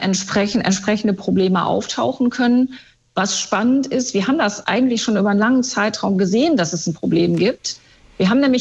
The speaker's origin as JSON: {"language": "German", "region": "Northern Germany", "country": "Germany", "said": "ich komme ja hier aus dem Norden"}